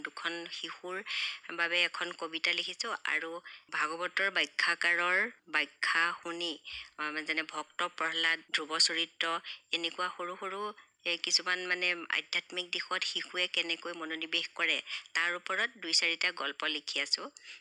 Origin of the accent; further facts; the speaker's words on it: Khutikatia, Assam, India; মোৰ ঘৰ খুটিকটীয়াত।